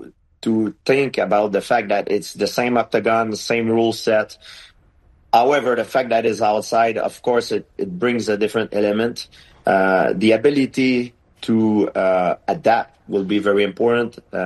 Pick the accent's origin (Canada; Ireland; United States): Canada; I'm Canadian